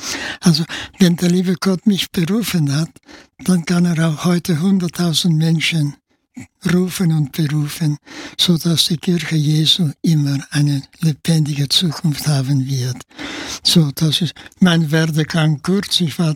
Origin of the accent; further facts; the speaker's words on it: Barcelona, Catalonia, Spain; German is a second language; moved away as an adult; also born or lived in Germany; now in Vienna, Austria; Ich bin also 59 von Spanien nach Österreich gekommen. Ich war ja Piaristenschüler in Barcelona, ich bin auch in Barcelona geboren.